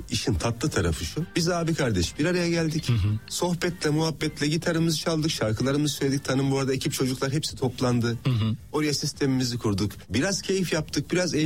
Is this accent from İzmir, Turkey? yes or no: no; Ankara, Turkey; Ankara bizim kökenimiz.